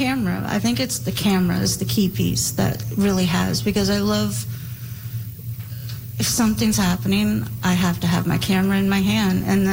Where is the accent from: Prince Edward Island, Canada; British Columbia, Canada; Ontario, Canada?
Prince Edward Island, Canada; Summerside; Growing up in a non-Indigenous family I grew up in Summerside. I didn't fit in there.